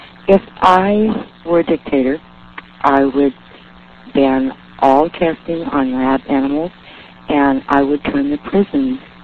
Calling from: Summit City, California, United States; I'm calling from Summit City, California.

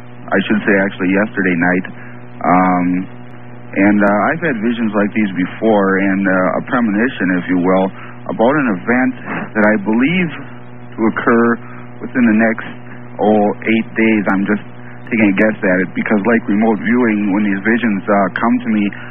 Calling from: Green Bay, Wisconsin, United States; I live in Green Bay

